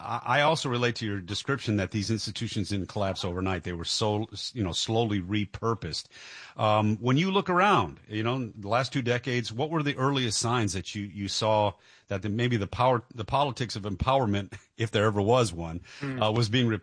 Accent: Detroit, Michigan, United States; I'm from Detroit

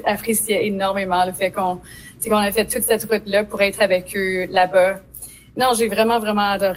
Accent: Manitoba, Canada; ils étaient encore plus appréciatifs, on dirait, parce que je venais du Manitoba.

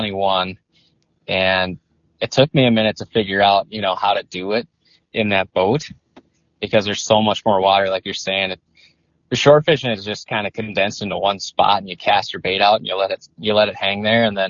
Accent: Moorhead, Minnesota, United States; I grew up in Moorhead

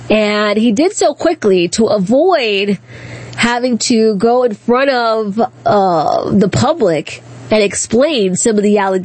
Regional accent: Accokeek, Maryland, United States; Now, you guys know I grew up in Prince George's County in Accokeek, Maryland.

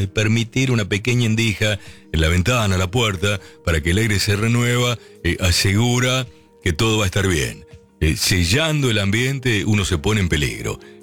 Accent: Lincoln, Buenos Aires Province, Argentina; born there; now in Buenos Aires, Argentina; el lugar de donde vengo, mi ciudad de Lincoln

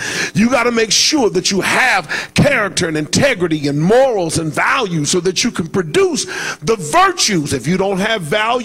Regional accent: Los Angeles, California, United States; Growing up in Los Angeles, I am a diehard Los Angeles Laker fan.

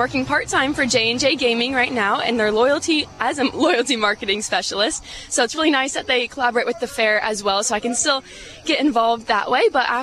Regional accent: Effingham, Illinois, United States; lived in Effingham my whole life. I went to Effingham High School

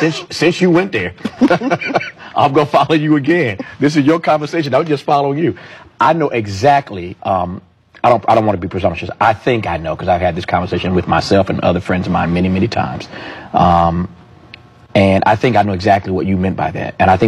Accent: Gulfport, Mississippi, United States; born there; you and I are both born in Mississippi. You in Jackson, me in Gulfport. So we're from the South, we have those roots.

